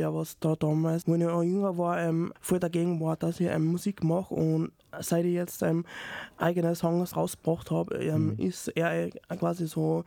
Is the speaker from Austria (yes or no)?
yes; Salzburg, Austria; Ich bin in Salzburg-Liefering aufgewachsen, habe die Vorschule und die erste Klasse in Liefering bestritten. Dann sind wir umgezogen in Daxam und bin dann weitergegangen in Daxam.